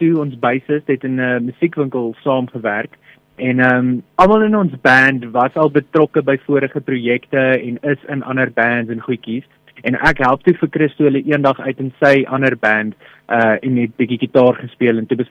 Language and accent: Afrikaans; Potchefstroom, North West, South Africa; Ek het in Potch groot geword en ek ken die plek soos die agterkant van my hand